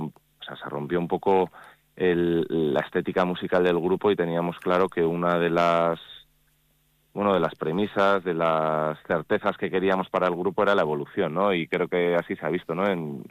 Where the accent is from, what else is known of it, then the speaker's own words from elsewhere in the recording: Vitoria-Gasteiz, Basque Country, Spain; born there; Yo soy nacido aquí en Gasteiz y, pues igual en invierno estoy más en Gasteiz, en verano más en Yécora.